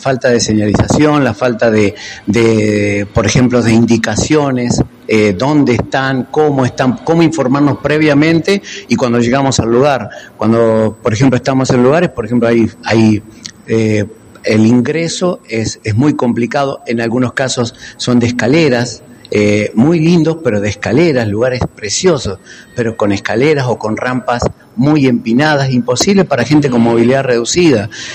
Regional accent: Santa Fe, Argentina

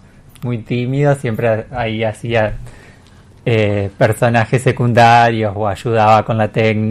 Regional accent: Diamante, Entre Ríos, Argentina; moved away as an adult; now in Santa Fe, Argentina; de adolescente y después me vine a estudiar acá a la escuela de teatro de Santa Fe. Yo soy de Diamante, Entre Ríos.

